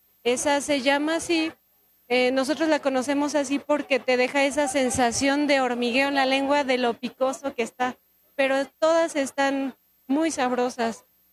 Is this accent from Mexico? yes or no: yes; Tecamachalco, Puebla, Mexico; Bueno, nosotros venimos de Tecamachalco, Puebla. Ajá, pues es el municipio de Tecamachalco.